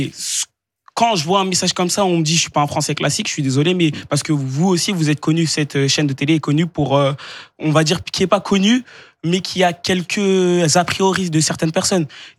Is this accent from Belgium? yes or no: no; France; Et excusez-moi, mais je pense que je suis un Français classique.